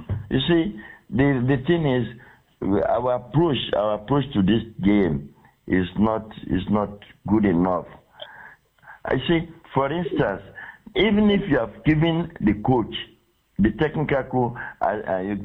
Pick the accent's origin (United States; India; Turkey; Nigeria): Nigeria; I'm a Nigerian.